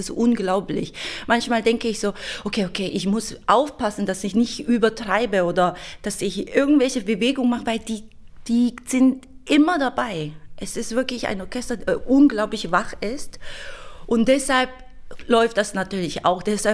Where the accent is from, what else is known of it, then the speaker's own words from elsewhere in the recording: South Korea; German is a second language; moved away as an adult; now in Germany; Und ich komme aus Korea